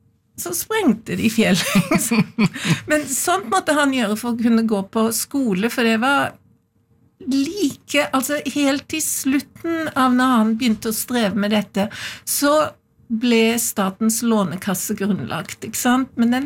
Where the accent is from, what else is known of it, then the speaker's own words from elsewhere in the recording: Farsund, Agder, Norway; born there; Jeg er født i Farsund, på Lista, men der har jeg jo aldri bodd.